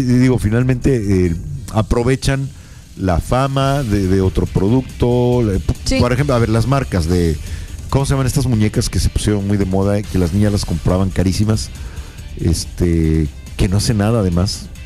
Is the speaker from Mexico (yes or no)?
yes; Mexico; sí que he comprado piratería, claro que sí lo he hecho, como muchos mexicanos y mucha gente de todo el mundo